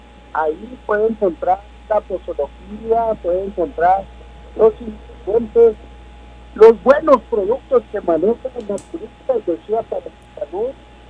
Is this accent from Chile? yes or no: no; Mexico; a todos les encanta cómo somos los mexicanos.